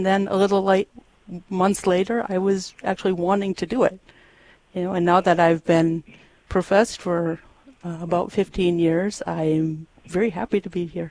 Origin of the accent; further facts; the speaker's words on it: Darwin, Minnesota, United States; now in Hankinson, United States; I live currently in Hankinson, North Dakota, but I grew up in Minnesota, not Lake George, but I grew up in Darwin, Minnesota.